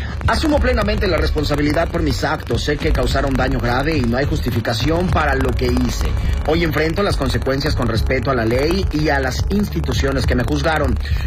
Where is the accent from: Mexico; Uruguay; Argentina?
Mexico; Soy ciudadano mexicano, reconozco que mi país también tiene un interés legítimo